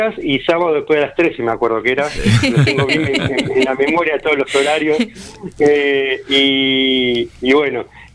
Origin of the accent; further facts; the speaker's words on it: Quilmes, Buenos Aires Province, Argentina; en el año 2010 empecé a viajar por pueblos cercanos a mi casa. Yo soy de Quilmes.